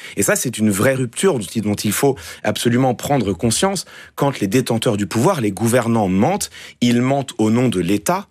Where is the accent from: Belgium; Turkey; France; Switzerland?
France; chez nous, en France